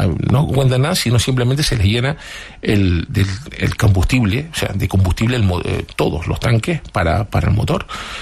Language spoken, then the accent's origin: Spanish; Playa Santiago, Canary Islands, Spain; el hermano varón, se casó en mi pueblo, en Playa Santiago